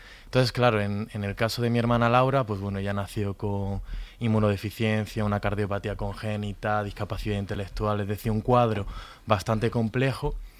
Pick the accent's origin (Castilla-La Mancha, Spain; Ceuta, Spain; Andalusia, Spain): Andalusia, Spain; Granada; Yo soy de Granada, ¿no?